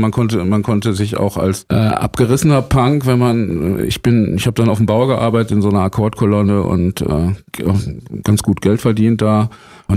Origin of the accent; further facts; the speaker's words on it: Herford, North Rhine-Westphalia, Germany; now in Berlin, Germany; Also ich meine, ich bin nicht direkt von Herford nach Berlin gekommen, sondern ich bin von Geburt her ein Wessi und Herford liegt in Ostwestfalen.